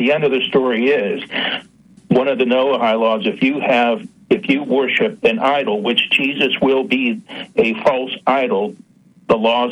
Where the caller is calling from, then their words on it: Arizona, United States; Hey, Hal, this is … from Arizona.